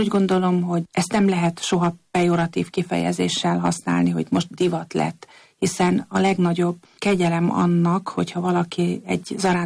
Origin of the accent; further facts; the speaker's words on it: Esztergom, Komárom-Esztergom, Hungary; mi esztergomiként láttuk azt